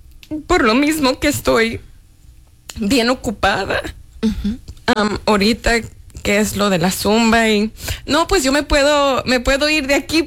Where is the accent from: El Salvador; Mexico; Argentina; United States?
United States; Los Angeles, California; born there; Yo nací en Los Ángeles, California.